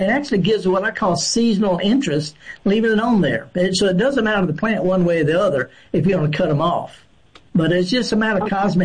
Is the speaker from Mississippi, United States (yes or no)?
yes; Mississippi, United States; If you're in Mississippi in the summertime, I'm from the Delta